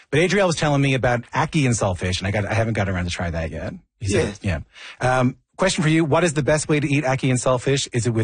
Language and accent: English; Newfoundland and Labrador, Canada